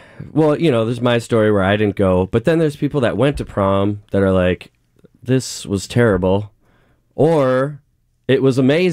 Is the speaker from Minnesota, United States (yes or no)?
yes; Duluth, Minnesota, United States; But I grew up in Duluth